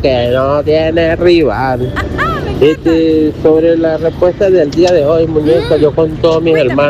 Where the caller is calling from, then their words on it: Huacho, Lima, Peru; Desde aquí, desde Guacho.